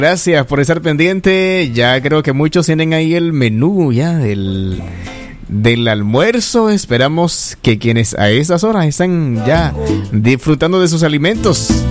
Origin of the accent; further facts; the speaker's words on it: Yoloaiquín, Morazán, El Salvador; De hecho, yo también soy del área de Morazán, específicamente de la zona de Yoloaiquín. Adelantito ahí de Gotera, de Chilanga.